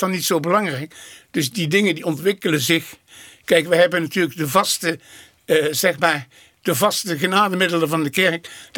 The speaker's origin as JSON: {"language": "Dutch", "town": "Venlo", "region": "Limburg", "country": "Netherlands", "tie": "born or raised there", "said": "En dus in het stadje Venlo, waar ik geboren ben en getogen ben."}